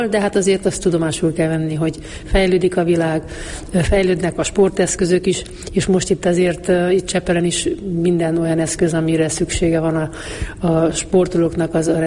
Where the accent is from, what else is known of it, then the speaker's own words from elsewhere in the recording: Mureș County, Romania; now in Budapest, Hungary; én Erdélybe születtem, Marosvásárhely mellett, és hát Marosvásárhelyen kezdtem el igazán kézilabdázni.